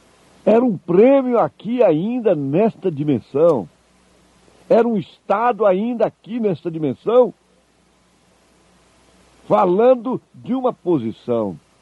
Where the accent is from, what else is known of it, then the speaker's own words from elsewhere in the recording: Goiás, Brazil; Eu me criei, eu nasci aqui perto de Goiânia, na cidade mais religiosa do estado.